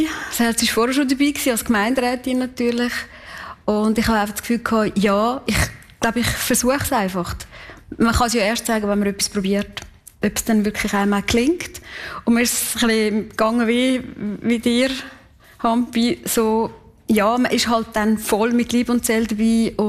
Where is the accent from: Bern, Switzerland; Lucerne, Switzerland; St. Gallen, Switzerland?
St. Gallen, Switzerland; Kaltbrunn; born or raised there